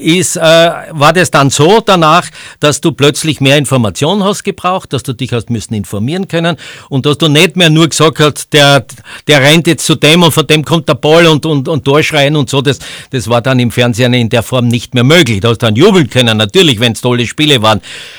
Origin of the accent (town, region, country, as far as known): Graz, Styria, Austria